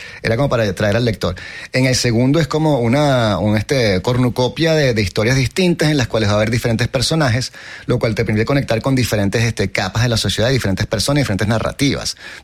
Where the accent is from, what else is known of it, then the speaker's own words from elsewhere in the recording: Venezuela; Hay muchas cosas que olvidamos como venezolanos, somos un país que tiene muy poca memoria